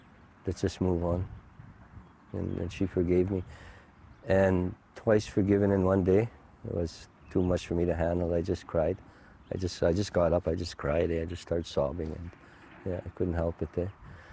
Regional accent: Canada; first language Cree; English is a second language; My first language is Cree. Oh, okay. And then my second language is English.

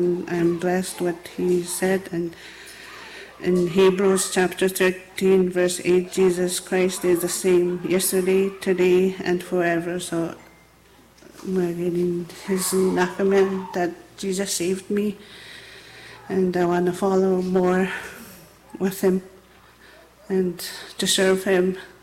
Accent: Garden Hill, Manitoba, Canada; I'm from Garden Hill.

